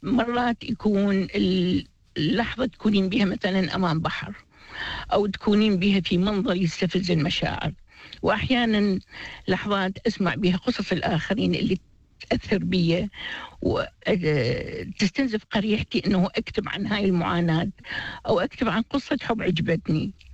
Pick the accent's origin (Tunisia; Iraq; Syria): Iraq; now in Australia; أنا من العراق، أنتمي لمنتدى الجامعين العراقيين